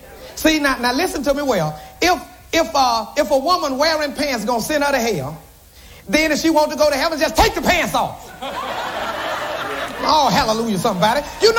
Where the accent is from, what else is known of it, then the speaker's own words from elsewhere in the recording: Stony Hill, Saint Andrew, Jamaica; I'm from Stony Hill.